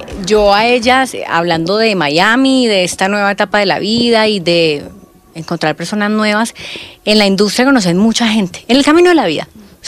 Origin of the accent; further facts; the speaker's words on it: Colombia; Como que cuando estamos fuera de nuestro país, uno valora mucho más todo lo de su país. Y obviamente cuando hacíamos música, la hicimos en Colombia